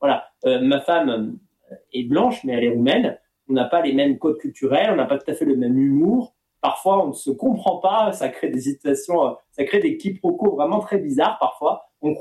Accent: France; first language French; moved away as an adult; now in Romania

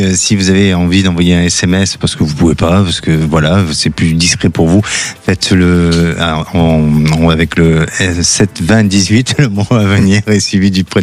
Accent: Bordeaux, Nouvelle-Aquitaine, France

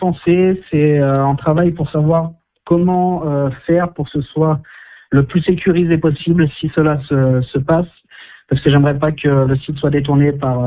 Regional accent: Auvergne-Rhône-Alpes, France; moi je suis originaire d'Isère, j'ai toujours grandi là-bas.

